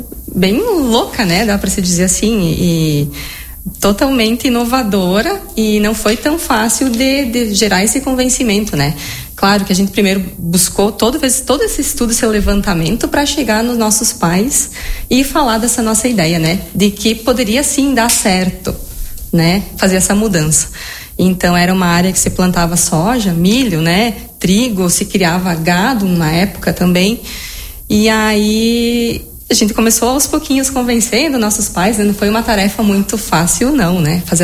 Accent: Vila Maria, Rio Grande do Sul, Brazil; Então, a gente nasceu em Vila Maria, se criou nessa propriedade rural, né? Trabalhou junto com os nossos pais, toda a nossa infância, né? Então, a gente se criou nesse local

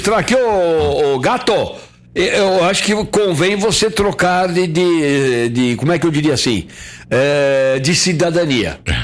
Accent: Nova Prata, Rio Grande do Sul, Brazil; Poxa vida, nós somos de Nova Prata. Nós queremos também esse cuidado das coisas, porque nós somos em Nova Prata.

